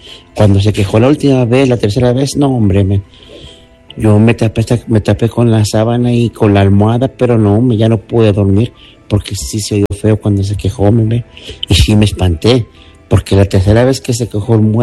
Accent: Apizaco, Tlaxcala, Mexico; Tenía yo 9 años. Ya en Apizaco. Yo soy originario de Apizaco, Cerrito de Guadalupe.

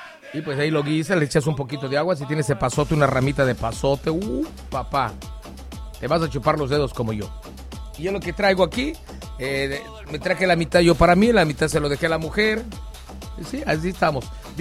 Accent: Acapulco, Guerrero, Mexico; Soy su amigo el que soy de Acapulco

